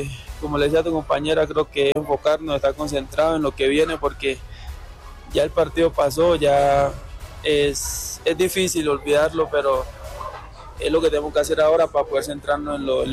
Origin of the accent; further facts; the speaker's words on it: Chocó, Colombia; moved away; por ser de Colombia y más que todo el Chocó, donde siempre fue muy fuerte todo